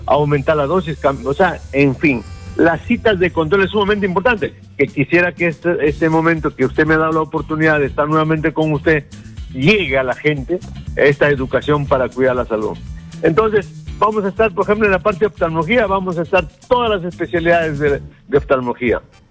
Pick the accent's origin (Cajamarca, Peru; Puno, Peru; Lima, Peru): Cajamarca, Peru; Tacabamba; yo soy de Cajamarca, de Chota, de un distrito de Tacabamba